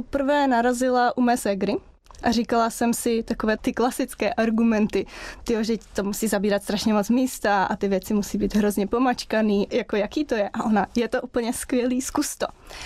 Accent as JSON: {"language": "Czech", "country": "Slovakia", "said": "Já mám 4 ségry a vždycky jsme dělali sobotné upratování, my jsme Slováci."}